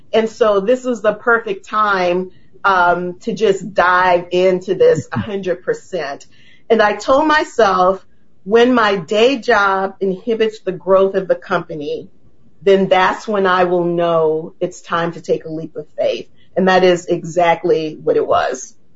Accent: New Orleans, Louisiana, United States; I was raised in New Orleans.

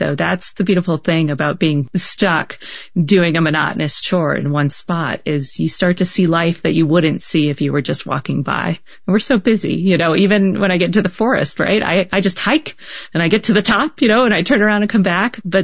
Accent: Baltimore, Maryland, United States; You know, I'm from Baltimore

